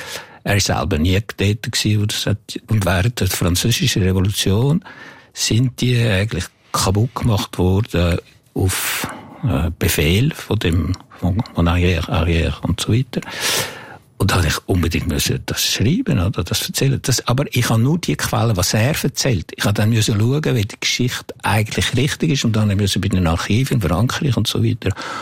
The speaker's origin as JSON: {"language": "German", "region": "Jura", "country": "Switzerland", "tie": "born or raised there", "said": "Nein, ich finde einfach, ich bin von da. Ich bin im Jura aufgewachsen."}